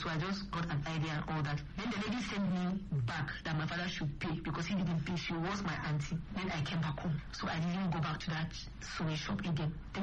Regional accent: Damakasua, Kaduna State, Nigeria; So I grew up in Damakasua, Southern Kaduna.

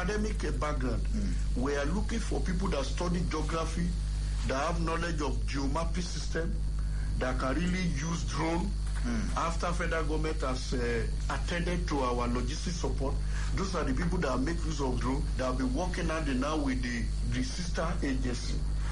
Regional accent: Ogun, Nigeria; I'm from Ogun State.

